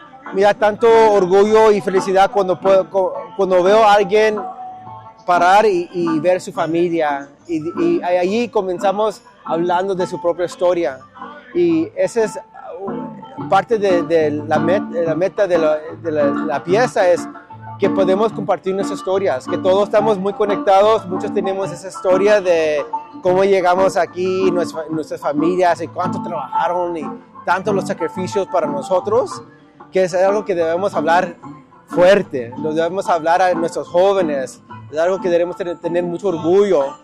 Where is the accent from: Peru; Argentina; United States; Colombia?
United States; Visalia, California; Soy de Visalia, California, y también soy hijo de campesinos. Mis papás trabajaron en los campos de aquí del Valle por más de 30 años